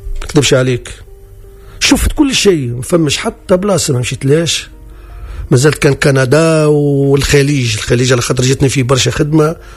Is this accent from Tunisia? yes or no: yes; Gafsa, Gafsa Governorate, Tunisia; نمشي لحومتنا الحارة وحومة الواد وقفصة كبيرة ونسلم على القفاصة في كل بلاصة